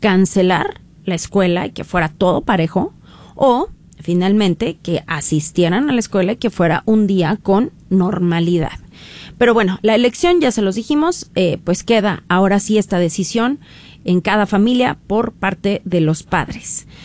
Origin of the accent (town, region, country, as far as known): Mexico